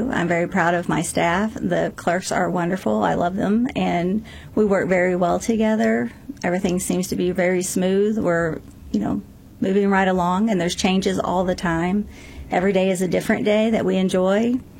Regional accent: Santa Paula, California, United States; moved away; I am. I moved here in 89 from California.

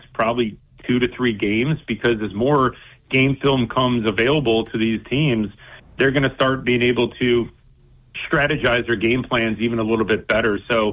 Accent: Cleveland, Ohio, United States; born there

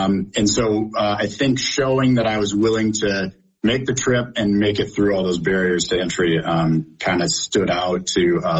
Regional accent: Stoughton, Wisconsin, United States; But two, I'm from Stoughton, and so I was able to speak like the quote-unquote Stoughton language with the biggest employer in town, Stoughton Trailers

